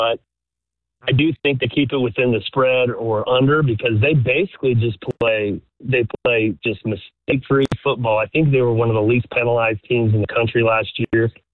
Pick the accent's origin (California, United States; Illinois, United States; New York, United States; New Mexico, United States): New Mexico, United States; also born or lived in Kansas; I grew up there, so I'm a New Mexico fan. I was born in Kansas